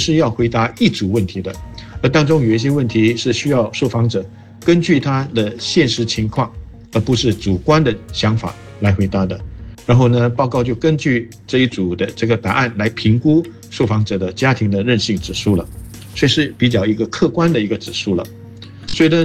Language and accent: Chinese; Singapore; 会不会是我们新加坡人的这个自我感觉太良好的关系？